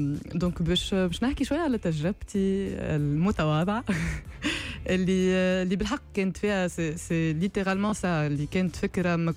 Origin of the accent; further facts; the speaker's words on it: Tunis, Tunis Governorate, Tunisia; يتسمى ولد حومتي، نشوفه ياسر في باب سويقة.